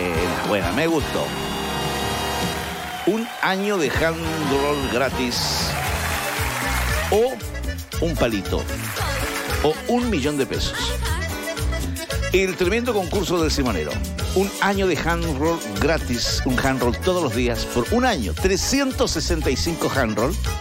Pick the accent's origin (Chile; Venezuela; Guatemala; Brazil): Chile; southern Chile; ya somos sureños.